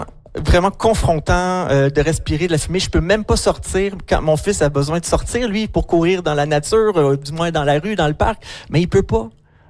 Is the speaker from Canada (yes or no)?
yes; Montreal, Quebec, Canada; also born or lived in Northwest Territories; now in Edmonton, Canada; Moi, je viens de Montréal. Ça fait une dizaine d'années que j'habite ici, à l'extérieur du Québec, donc dans les territoires du Nord-Ouest, puis par la suite à Edmonton.